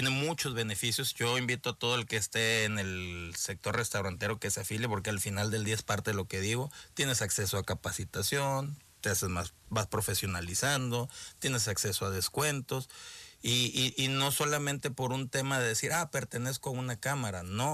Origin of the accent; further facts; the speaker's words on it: Tampico, Tamaulipas, Mexico; Yo crecí en Tampico.